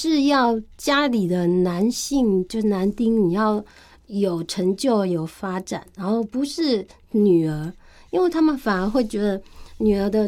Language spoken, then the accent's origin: Chinese; Changhua County, Taiwan; 我是彰化人。